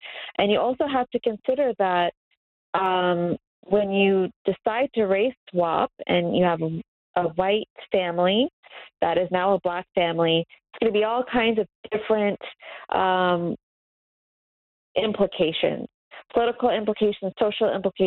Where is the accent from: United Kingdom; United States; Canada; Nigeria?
Nigeria; I'm Nigerian